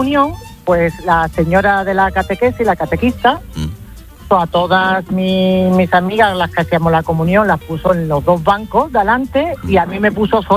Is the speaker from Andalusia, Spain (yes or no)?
yes; Seville, Andalusia, Spain; Yo soy de Sevilla